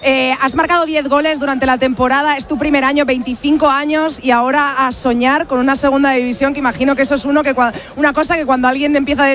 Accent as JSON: {"language": "Spanish", "town": "Zamora", "region": "Castile and León", "country": "Spain", "said": "Que yo soy de Zamora."}